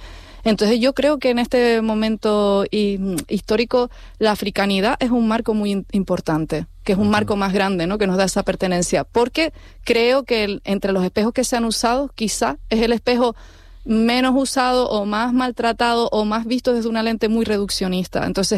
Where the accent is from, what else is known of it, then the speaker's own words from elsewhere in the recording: Canary Islands, Spain; Somos ese sujeto canario, que es un sujeto de mezcla.